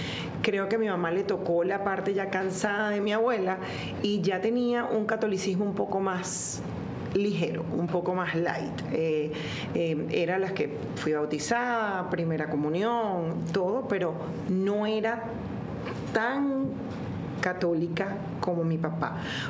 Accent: Caracas, Capital District, Venezuela; born there; Soy venezolana, nací en Caracas. Soy la mayor de tres hermanas.

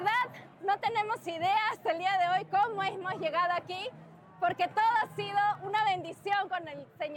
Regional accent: Peru; Es la primera vez que llegamos de Perú a Medjugorje y todo nos parece maravilloso.

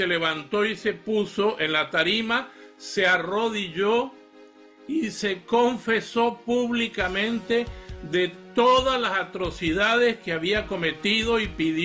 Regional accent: Mendoza, Argentina; Hace muchos años, en Argentina, de donde yo soy, en Mendoza, un amigo muy conservador me mostró un video

